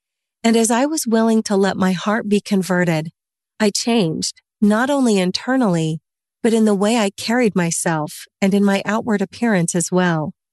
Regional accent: Colombia; English is a second language; moved away; so different from the small city I grew up in back in Colombia.

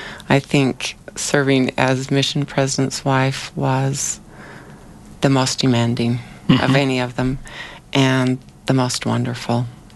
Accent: Rexburg, Idaho, United States; now in Sandy, United States; I grew up in Rexburg, Idaho.

